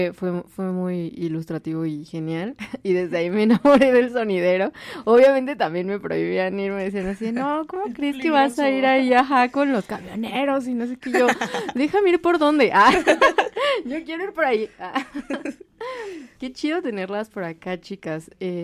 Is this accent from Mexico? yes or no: yes; State of Mexico, Mexico; Yo también soy del Estado de México, de Tlaneyoc.